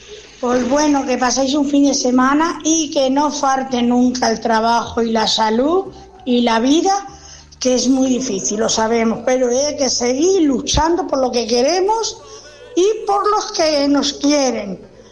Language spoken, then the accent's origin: Spanish; Spain; Que sabes que te lo dije una vez, que soy de Casa Pastores, del Camino de la Madera. … la peninsular. Pero me considero canaria porque me encanta a juntarme a toda la gente que es canaria.